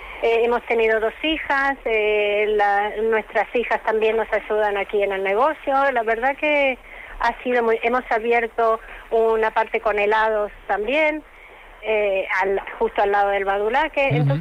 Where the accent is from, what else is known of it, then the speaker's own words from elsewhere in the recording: Argentina; now in Spain; En Argentina nacemos con más cosas